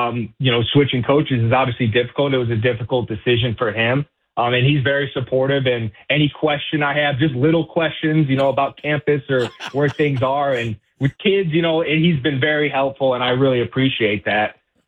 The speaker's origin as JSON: {"language": "English", "region": "Ohio", "country": "United States", "tie": "born or raised there", "said": "Yeah, I grew up just outside of Cleveland. You know, high school football is huge there in all of Ohio, but especially in Northeast Ohio."}